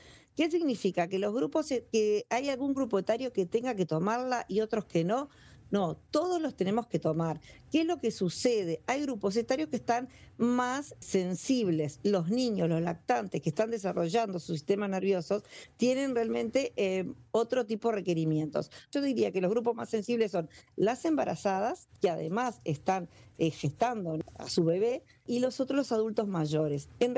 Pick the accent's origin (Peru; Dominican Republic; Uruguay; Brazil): Uruguay; En mi país, en Uruguay